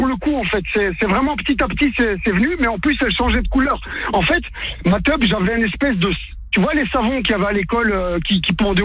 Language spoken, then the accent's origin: French; Brussels, Brussels-Capital Region, Belgium; born there; 90, ouais, je suis né à Bruxelles, hein, c'est pour ça que je dis les 90.